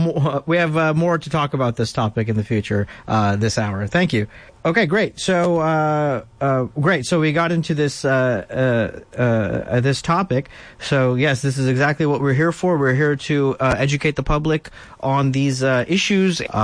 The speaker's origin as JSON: {"language": "English", "town": "Beaumont", "region": "Texas", "country": "United States", "said": "Okay, yeah, that's my neck of the woods. I'm from Beaumont as well."}